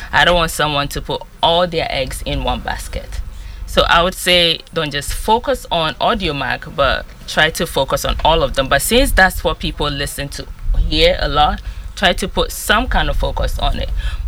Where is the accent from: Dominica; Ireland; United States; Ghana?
Ghana; Yes, I'm from Ghana.